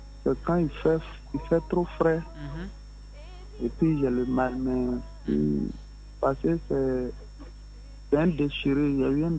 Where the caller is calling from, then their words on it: Songon, Abidjan, Côte d’Ivoire; J'appelle de Sangon.